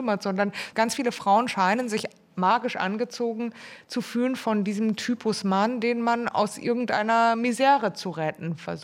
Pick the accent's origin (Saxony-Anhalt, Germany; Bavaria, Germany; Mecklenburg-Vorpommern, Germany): Bavaria, Germany; Munich; Ich bin ja aus München